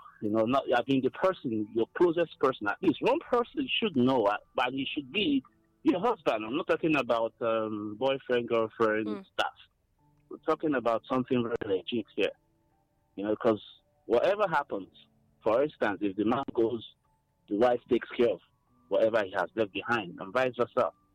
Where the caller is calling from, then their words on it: Enugu, Enugu State, Nigeria; I'm calling from New Haven Extension.